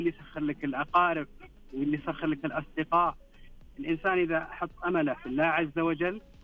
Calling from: Riyadh, Riyadh Province, Saudi Arabia; أنا أكلمك من الرياض

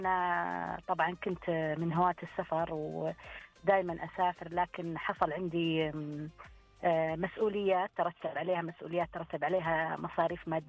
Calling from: Riyadh, Riyadh Province, Saudi Arabia; أنا من الرياض

